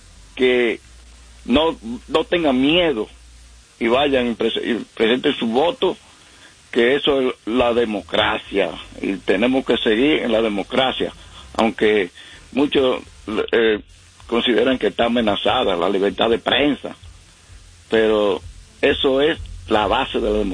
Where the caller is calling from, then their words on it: New Jersey, United States; Bueno, New Jersey.